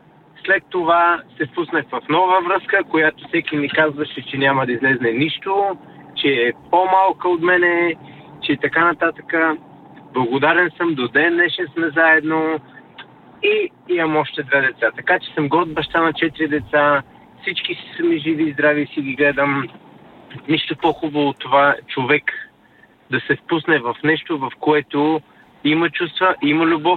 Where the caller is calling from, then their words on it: London, United Kingdom; съм от Лондон